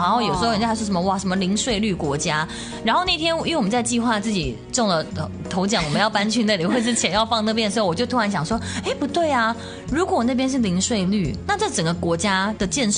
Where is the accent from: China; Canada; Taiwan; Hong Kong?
Canada; 因为所得税就是我们加拿大人哀哀叫的东西嘛，对不对？